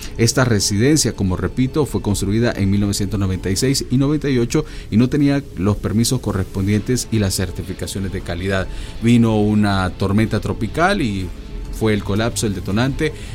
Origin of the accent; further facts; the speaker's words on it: El Salvador; uno como salvadoreño